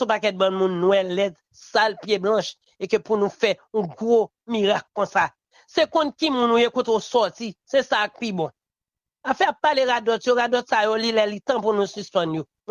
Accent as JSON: {"language": "French", "country": "Haiti"}